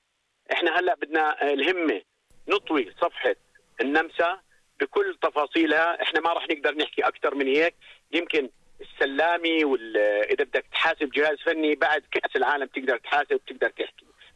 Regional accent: Jordan; إحنا كأردنيين

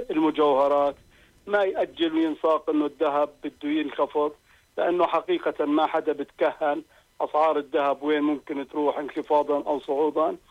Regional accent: Jordan; موسم الأفراح والمناسبات عندنا بالأردن

